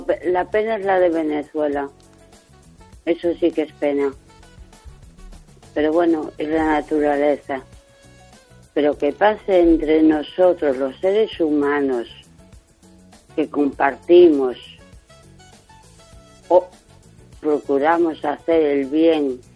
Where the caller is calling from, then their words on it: A Coruña, Galicia, Spain; de Coruña.